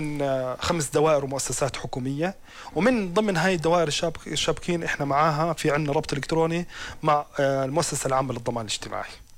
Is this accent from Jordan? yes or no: yes; Jordan; واحنا للأمان كأردنيين لازم نفتخر بهاي الرؤية